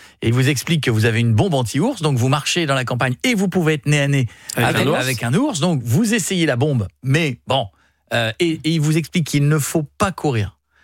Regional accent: Hauts-de-France, France; Moi, j'ai grandi en Picardie, le risque était assez faible.

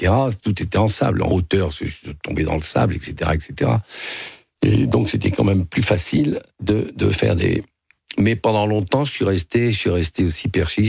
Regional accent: Hauts-de-France, France; parce que je suis un enfant des cons, je suis du Nord, hein

